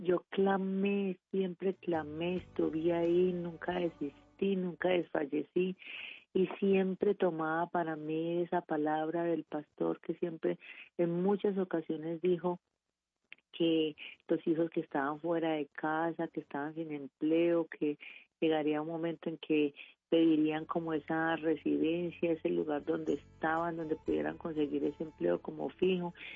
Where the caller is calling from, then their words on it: Medellín, Antioquia, Colombia; me estoy llamando de Medellín.